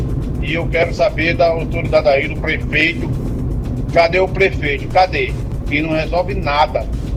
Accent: Pernambuco, Brazil; Eu sou do Curado. Estou vendo que no Curado não está tendo coleta de lixo corretamente

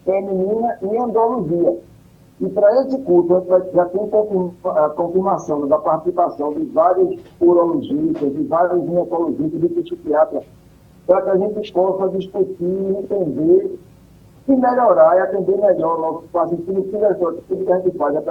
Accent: Pernambuco, Brazil; enquanto pernambucano

